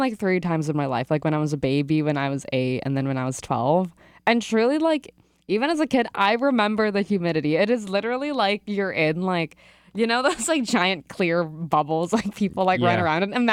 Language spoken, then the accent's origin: English; California, United States; born and raised California, like, this is home.